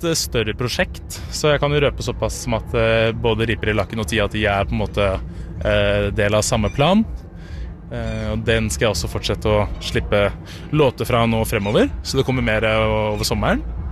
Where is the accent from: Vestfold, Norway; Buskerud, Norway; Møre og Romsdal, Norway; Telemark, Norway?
Vestfold, Norway; Sandefjord; I og med at jeg kommer fra Sandefjord og har vært på Slottsfjell som publikummer flere ganger enn jeg kan telle omtrent.